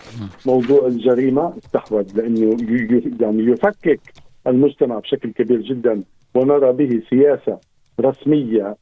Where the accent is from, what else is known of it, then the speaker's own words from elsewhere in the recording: Palestine; وأيضا الخطر الوجودي علينا كفلسطينيين في الداخل